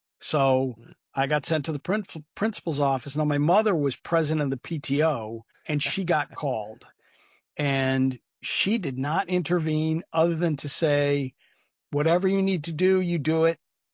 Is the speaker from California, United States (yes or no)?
no; Indiana, United States; I grew up in Indiana. And when I grew up, which was in the 1960s